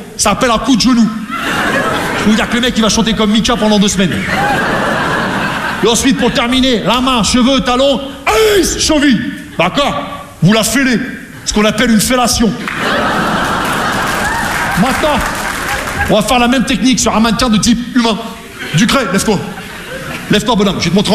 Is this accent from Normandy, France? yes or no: yes; Rouen, Normandy, France; Parce que moi, je viens de Rouen, tu vois, la Normandie, les Vikings